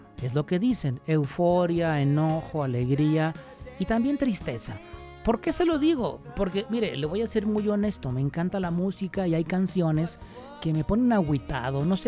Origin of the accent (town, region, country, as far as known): Guadalajara, Jalisco, Mexico